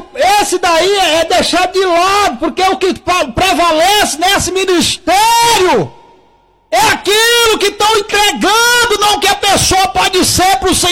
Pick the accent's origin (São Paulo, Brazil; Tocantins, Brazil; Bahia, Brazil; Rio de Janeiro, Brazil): Tocantins, Brazil